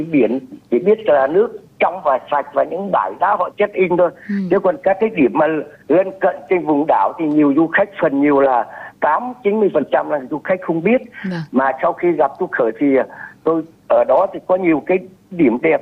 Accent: Nghi Sơn, Thanh Hoa, Vietnam; tôi là nguyên gốc, chính gốc là sinh ra và lớn lên ở Nghi Sơn này, Bãi Đông này đấy ạ.

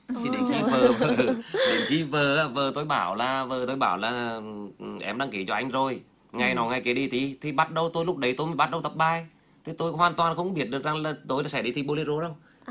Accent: Vinh, Nghệ An, Vietnam; Tôi học từ cấp 1 cấp 3 ở Vinh mà, tôi đẻ ra ở Vinh.

